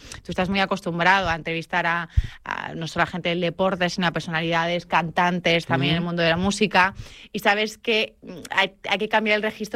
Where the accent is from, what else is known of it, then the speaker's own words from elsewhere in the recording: Andalusia, Spain; accent: Andalusian; muy de mi tierra, la gente de mi tierra con ese acento andaluz maravilloso dice, niña, pero sonríe un poco